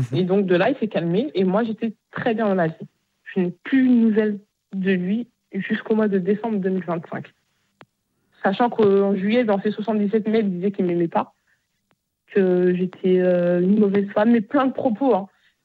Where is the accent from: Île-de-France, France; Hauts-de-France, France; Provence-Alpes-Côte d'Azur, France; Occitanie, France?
Île-de-France, France; Bagneux; Parce que moi, je viens de Bagneux.